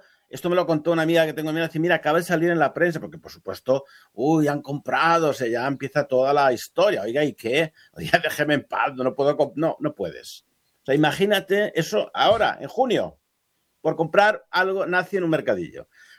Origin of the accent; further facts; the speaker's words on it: Spain; Tú vas a las librerías anticuarias y si dices, bueno, es que soy español, me interesa el tema, es cuando te abren el cuarto oscuro abajo.